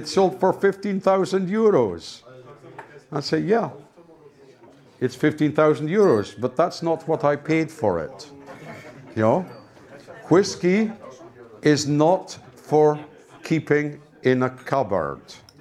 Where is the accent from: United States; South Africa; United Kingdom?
United Kingdom; Scotland; I'm sorry, I'm not English. Yeah? Calling me English is like calling someone from Nuremberg a buyer.